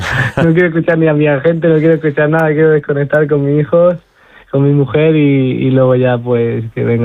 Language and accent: Spanish; Extremadura, Spain; Sí, bueno, a ver, para mí como extremeño es un orgullo enorme, ¿no?